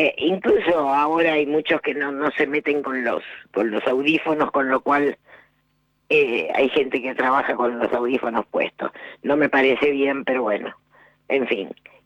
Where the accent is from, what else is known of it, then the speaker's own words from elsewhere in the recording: Lanús, Buenos Aires Province, Argentina; Yo soy de Lanús.